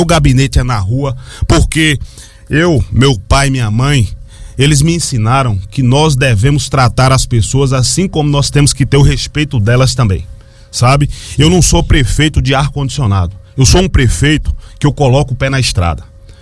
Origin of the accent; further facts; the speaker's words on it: Malhada, Bahia, Brazil; da minha terra na qual nasci e me criei, da região da Caatinga Seca ao nosso Facão Duro